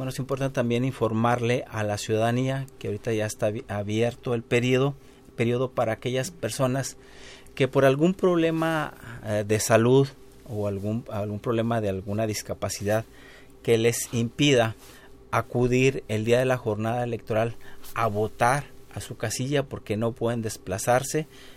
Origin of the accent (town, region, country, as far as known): Mexico